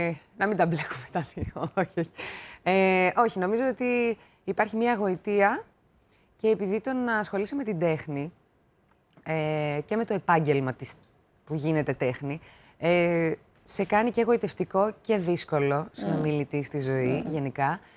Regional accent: Drama, Eastern Macedonia and Thrace, Greece; moved away as an adult; also born or lived in Thessaloniki / Patras / Peplos, Evros; now in Athens, Greece; εγώ γεννήθηκα στη Θεσσαλονίκη, μετά μεγάλωσα στη Δράμα, σπούδασα στην Πάτρα και ζω 10 χρόνια στην Αθήνα.

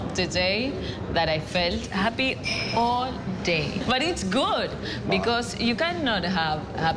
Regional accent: Argentina; No, I'm from Argentina.

